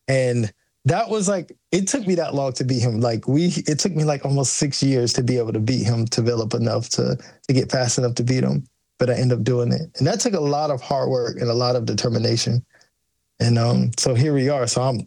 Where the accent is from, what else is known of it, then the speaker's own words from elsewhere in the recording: United States; No, because I'm an American kid. We didn't soccer. We don't play no soccer.